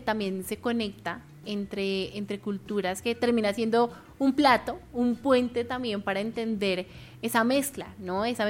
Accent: Colombia

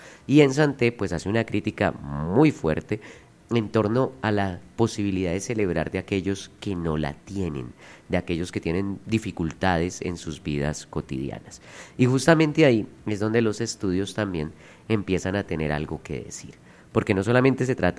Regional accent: Colombia

